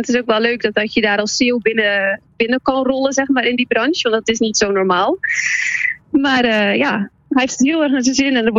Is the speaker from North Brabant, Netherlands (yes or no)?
no; Oudelande, Zeeland, Netherlands; moved away as an adult; now in Norway; Wij komen uit Oude Landen. Dus ik uit Oude Landen, mijn man eigenlijk uit Ellersdijk.